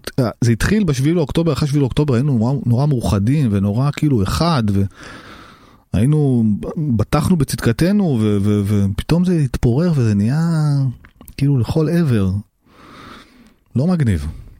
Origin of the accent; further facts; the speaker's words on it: Tel Aviv, Tel Aviv District, Israel; בכל זאת, אנחנו נולדנו פה, זה, אני מכיר כל רחוב וכל סמטה בתל אביב, תל אביב מבחינתי זו העיר הכי מדהימה בעולם.